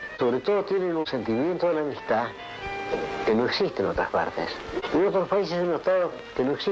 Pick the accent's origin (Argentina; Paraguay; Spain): Argentina; yo soy argentino porque me siento argentino.